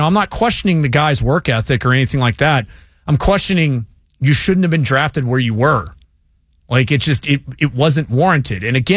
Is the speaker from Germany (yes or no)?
yes; Germany; I'm from Germany originally.